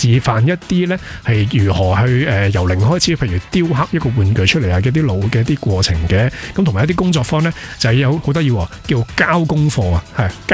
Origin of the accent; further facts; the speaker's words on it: Hong Kong; 伴随住我哋香港人长大